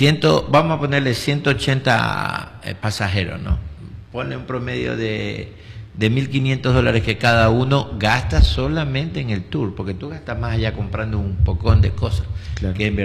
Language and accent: Spanish; Ecuador; como todos somos ecuatorianos